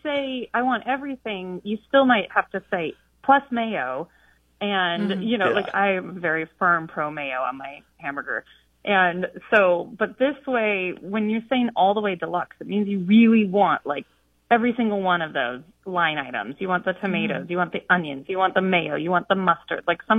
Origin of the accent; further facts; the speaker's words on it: Pacific Northwest, United States; now in Norfolk, United States; So I'm from the Pacific Northwest and have lived in several parts of the United States and moved to Norfolk, which is in the Mid-Atlantic, a few years ago.